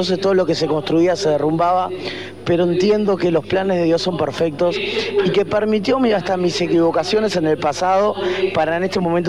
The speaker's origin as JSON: {"language": "Spanish", "region": "Montevideo", "country": "Uruguay", "also_born_or_lived": "Rocha", "moved": "yes", "lives_now": "Maldonado, Uruguay", "said": "No, yo soy de Montevideo."}